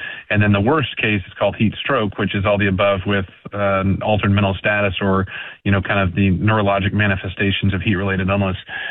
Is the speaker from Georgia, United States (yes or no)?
yes; Atlanta, Georgia, United States; born there; moved away; also born or lived in East Tennessee; growing up in Atlanta, Georgia, and then East Tennessee.